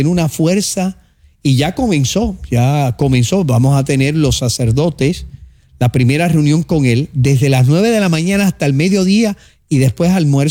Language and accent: Spanish; Puerto Rico; los retos que tenemos como sociedad puertorriqueña